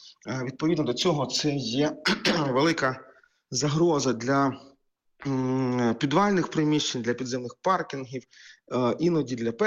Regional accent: Kharkiv, Kharkiv Oblast, Ukraine; в моєму рідному Харкові

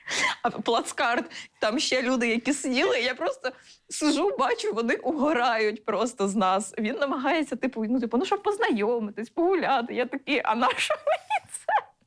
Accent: Mykolaiv, Mykolaiv Oblast, Ukraine; now in Kyiv, Ukraine; я взагалі з Миколаєва, але в Києві живу якийсь час. У мене мама переїхала в Київ, і я повертався назад в Миколаїв.

